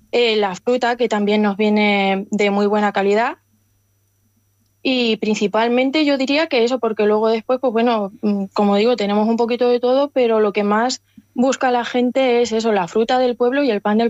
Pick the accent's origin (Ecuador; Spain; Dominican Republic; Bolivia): Spain; Puertollano, Castilla-La Mancha; moved away as an adult; now in La Viñuela, Spain; yo soy de Puerto Llano, pero mis padres tienen un campo a un kilómetro y poquito de aquí del pueblo. Y bueno, yo los veranos los he pasado aquí con mis padres, con mi hermana.